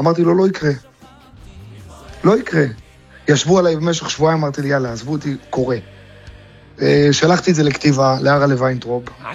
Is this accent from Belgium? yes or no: yes; Antwerp, Flanders, Belgium; moved away; גדלתי איתו בבלגיה, באנטוורפן.